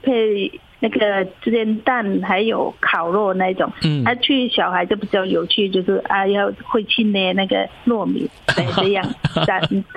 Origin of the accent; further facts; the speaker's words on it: Thailand; Chinese is a second language; moved away; 就是在我们泰国那边的文化，我们就是说，我就是说啊，我从小就是妈妈，烤牛肉了怎样的给我们吃